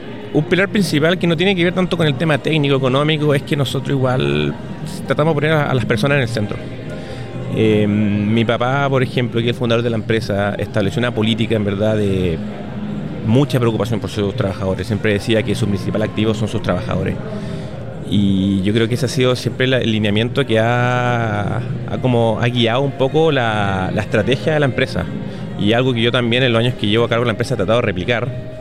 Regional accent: Molina, Maule, Chile; now in Antofagasta, Chile; Ellos son originarios de Molina, nosotros somos de esa zona. Y mis papás vinieron a trabajar en Antofagasta

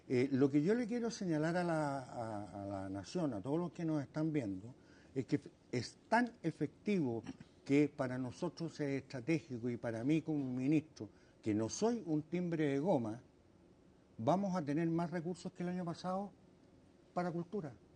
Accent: Basque Country, Spain

